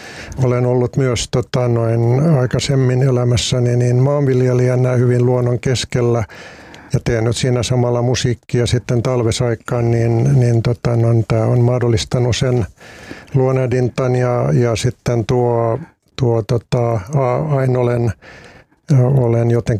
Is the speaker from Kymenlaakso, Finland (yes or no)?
no; Helsinki, Uusimaa, Finland; born there; Joo, no itse synnyin vuonna 1956 Helsingissä